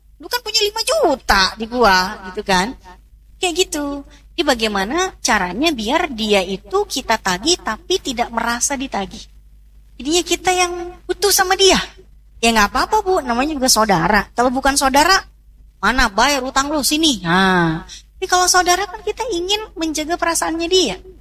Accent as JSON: {"language": "Indonesian", "region": "Java", "country": "Indonesia", "lives_now": "Jakarta, Indonesia", "said": "saya sebetulnya orang Jawa tapi lama di Betawi."}